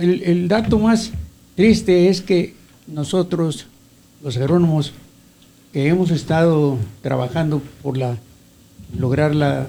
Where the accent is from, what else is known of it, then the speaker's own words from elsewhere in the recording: Mexico; puedo decir porque en mi tierra, en los mayas